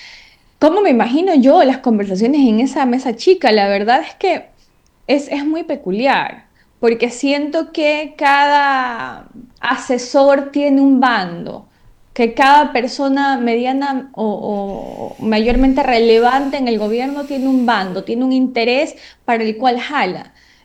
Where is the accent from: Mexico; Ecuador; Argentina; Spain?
Ecuador; Yo como ecuatoriana